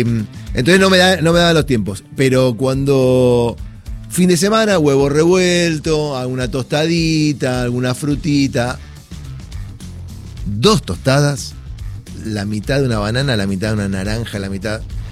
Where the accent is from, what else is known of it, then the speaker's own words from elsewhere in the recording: Argentina; Y después porque somos argentinos.